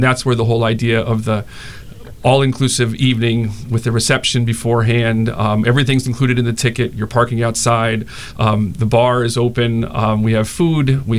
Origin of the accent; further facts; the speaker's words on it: Westbrook, Connecticut, United States; moved away as an adult; also born or lived in Chapel Hill, North Carolina / New York; I grew up in Westbrook, Connecticut, on the shoreline.